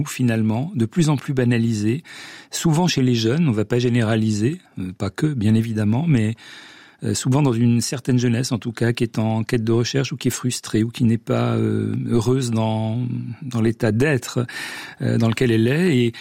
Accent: Switzerland; Vous avez d'ailleurs un titre qui est plus que jamais d'actualité chez vous au Canada, chez nous en Suisse, en Europe

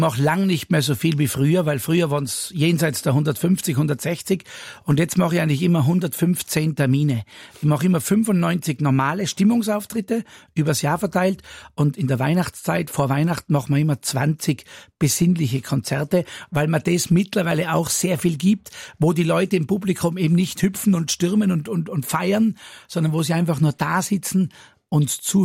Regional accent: Tyrol, Austria; now in Zug, Switzerland; ich bin aus Tirol ursprünglich und jetzt wohne ich im Kanton Zug in der Innerschweiz.

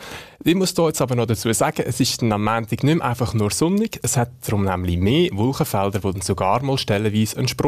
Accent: Hendschiken, Aargau, Switzerland; Ich komme aus dem Kanton Aargau her

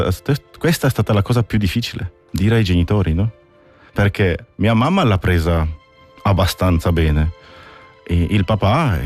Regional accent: Poland; moved away; nella casa mia si trova sullo stesso cortile dove c'è la chiesa nel mio paesino in Polonia

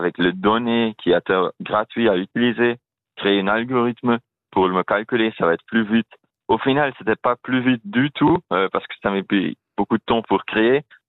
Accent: Belgium; Et je suis origine de Belge. Là-bas, ce n'est pas très intéressant de créer une carte parce que c'est tout plat.

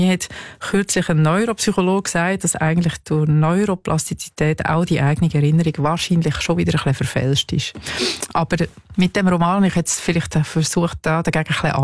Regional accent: Switzerland; in meinem Geburtsort Schweiz, wo ich aufgewachsen bin

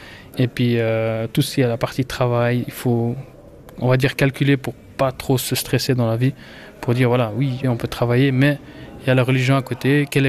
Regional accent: Fribourg, Switzerland; also born or lived in Lausanne; Non, je suis né ici en Suisse. Je peux même dire le numéro de la chambre d'hôpital, 365, je me rappellerai. Et j'ai fait les études ici à Fribourg

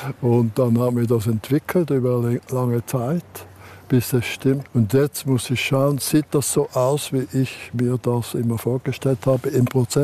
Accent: Basel, Basel-Stadt, Switzerland; So bin ich aufgewachsen. Es ist von mir aus gesehen ein bisschen wie eine Liebeserklärung an den Ort, wo ich herkomme. Mit Jurakalk, diesen Materialien und mit den Hölzern.

